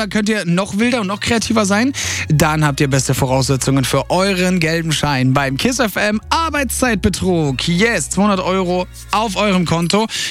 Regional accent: Sicily, Italy; weil ich komme ja aus Sizilien und wir sind nicht von Catania losgeflogen, weil der Ätna mega aktiv ist.

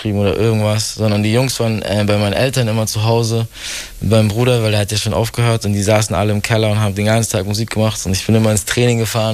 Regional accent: Bavaria, Germany; Ich bin aufgewachsen mit, wir waren 6 Geschwister, was sehr schön ist, in einem Dorf bei München, in einem Vorort.

